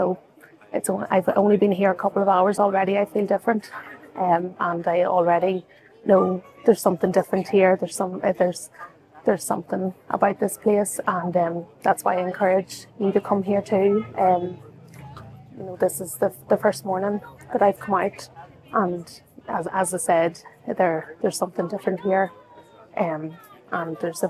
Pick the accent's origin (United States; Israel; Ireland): Ireland; I'm from Ireland and I have come over here to Medjugorje